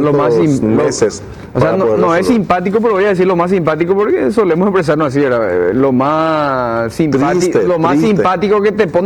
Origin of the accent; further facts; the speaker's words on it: Paraguay; Y qué pacientes somos los paraguayos